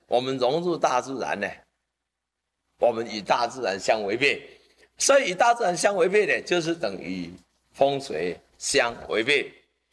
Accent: Taiwan; 我们台湾人不认识。

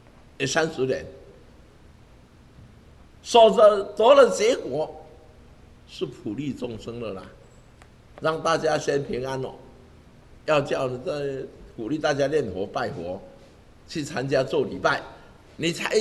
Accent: Taiwan; 那时候我们台湾人口在节育嘛，

